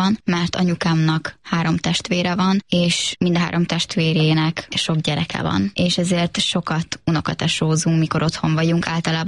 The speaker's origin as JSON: {"language": "Hungarian", "country": "Hungary", "tie": "born or raised there", "said": "itt születtem, itt nőttem fel, itt élünk most is"}